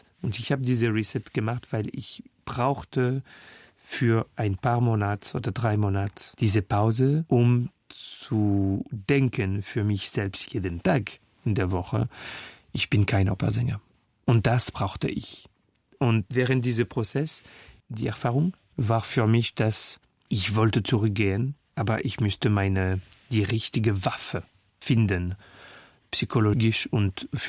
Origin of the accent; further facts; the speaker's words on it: Paris, Île-de-France, France; born there; German is a second language; weil ich singe ein paar Kilometer von wo ich geboren bin, in Clinique des Lilas, beim 20. Arrondissement.